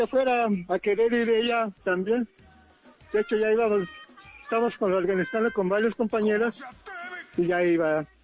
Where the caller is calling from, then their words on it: Ixtapaluca, State of Mexico, Mexico; Ando acá en Iztapaluca